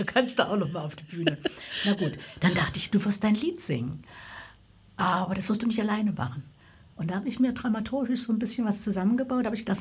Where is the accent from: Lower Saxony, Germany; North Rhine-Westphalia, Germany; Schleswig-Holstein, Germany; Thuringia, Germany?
Thuringia, Germany; Eisenach; Bis zum 17. Lebensjahr bin ich hier in der Kneipe groß geworden. Geselliger Typ.